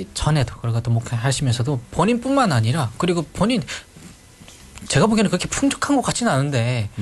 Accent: North Korea; now in South Korea; 같은 탈북민으로서

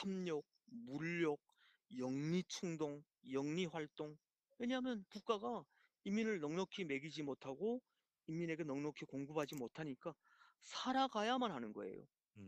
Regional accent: North Korea; now in South Korea; 저는 북한 땅에 이제 여기 교보문고 있지 않습니까? 대형 서점을 북한

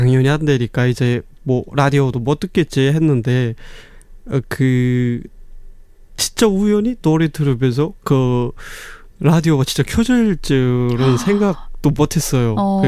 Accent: North Korea; now in South Korea; 제가 지금 현재 남한에서 살고 있는 이제 청년으로서 이제 제가 제 고향을 상상해 보면

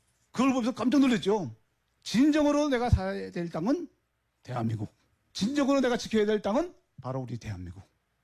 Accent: North Korea; moved away as an adult; now in South Korea; 난 북한 놈 맞아 그렇게 폭로해 버렸어요.

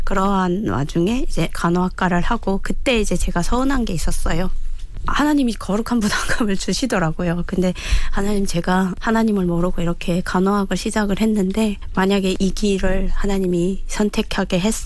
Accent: North Korea; born there; 지금부터 감사하는 삶을 내가 살아가는 게 내가 자네로서의 도리구나를 그때 이제 느껴서 북한에서 태어난 게 그다음

